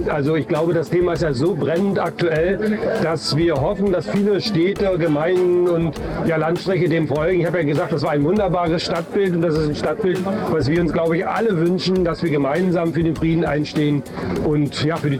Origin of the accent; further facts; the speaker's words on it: Rügen, Mecklenburg-Vorpommern, Germany; ich bin gebürtiger Rüganer